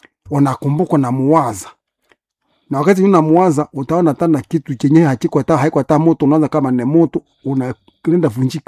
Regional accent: Butembo, North Kivu, DR Congo; born there; Kuna jamaa mingi tulizaliwa hapa Butembo.

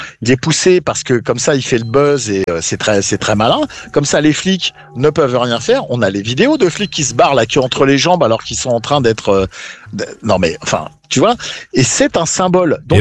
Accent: Paris, Île-de-France, France; Je suis parisien.

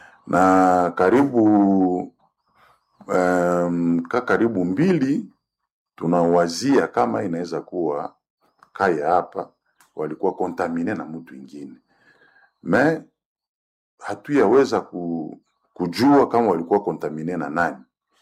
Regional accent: Butembo, North Kivu, DR Congo; hapa Butembo kwetu

